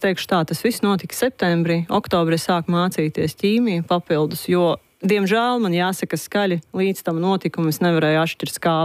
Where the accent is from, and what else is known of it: Riga, Latvia; born or raised there